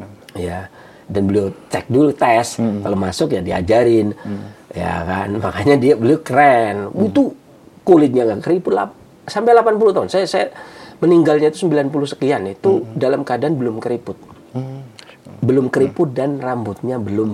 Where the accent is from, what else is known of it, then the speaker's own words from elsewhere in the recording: Pemalang, Central Java, Indonesia; born there; also born or lived in Cilacap; now in Bekasi, Indonesia; kayak misalkan saya lahir di Pemalang, maka tabiat saya adalah tabiat Pemalang. Setelah itu kemudian saya tinggal di agak lama 5 tahun lebih di Cilacap